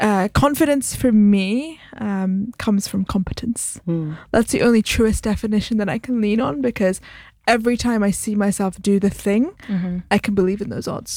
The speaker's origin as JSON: {"language": "English", "region": "London", "country": "United Kingdom", "said": "we're both from London. We know the city inside and out"}